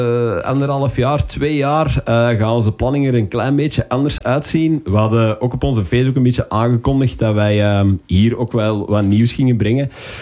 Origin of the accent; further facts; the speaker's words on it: Kessel, Flanders, Belgium; Wij komen uit Kessel, Beersen.